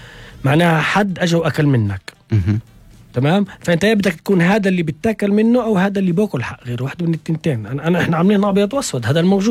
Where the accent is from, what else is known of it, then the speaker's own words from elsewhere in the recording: Palestine; انا كفلسطيني